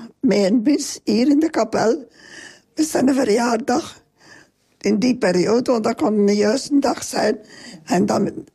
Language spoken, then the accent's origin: Dutch; Halmaal, Flanders, Belgium